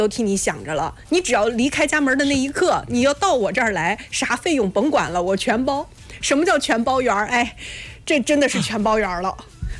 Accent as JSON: {"language": "Chinese", "region": "Shandong", "country": "China"}